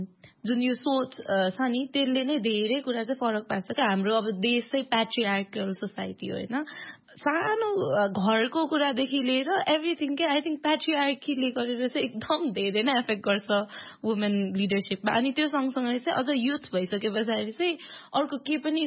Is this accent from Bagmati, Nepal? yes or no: yes; Kathmandu, Bagmati, Nepal; also born or lived in Morang; म चाहिँ एकदम सेल्टर्ड भएर काठमाडौँमा एकदम सेल्टर्ड भएर हुर्केको हो, होइन? अनि जब म 14 वर्षको थिएँ त्यति बेला चाहिँ आई वेन्ट मेरो गाउँ पूर्व मोरङमा गएँ म बाबासँग